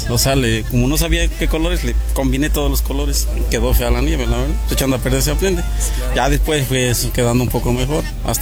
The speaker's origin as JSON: {"language": "Spanish", "country": "Mexico", "also_born_or_lived": "Mexico City", "moved": "yes", "lives_now": "Buenavista, Mexico", "said": "De Santiago, Tututupé. No, es que ahorita vivo en Buenavista."}